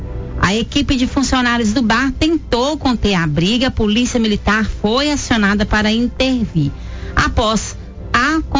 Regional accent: Antônio Dias, Minas Gerais, Brazil; now in Belo Horizonte, Brazil; eu sou de Antônio Dias, tenho muito conhecidos lá

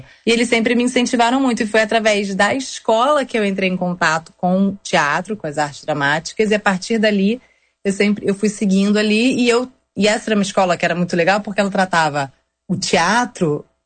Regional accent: Rio de Janeiro, Brazil; born there; Eu nasci no Rio, de uma família, né? Minha mãe é do Rio também.

